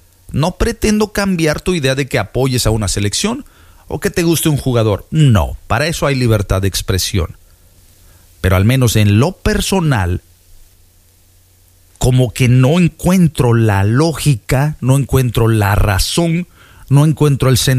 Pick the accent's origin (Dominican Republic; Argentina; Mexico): Mexico; puedo hablar por un servidor, que soy mexicano.